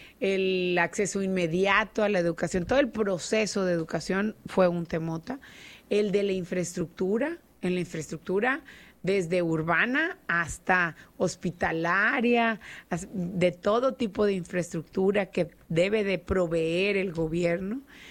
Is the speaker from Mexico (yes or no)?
yes; Nuevo León, Mexico; Necesitamos construir ese Nuevo León del que somos dignos los regios.